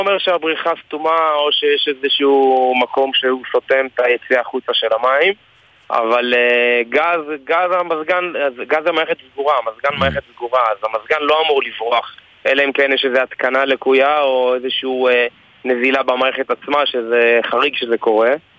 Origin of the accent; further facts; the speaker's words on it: Southern District, Israel; אני במקרה מהדרום, אז בכלל, מקיבוץ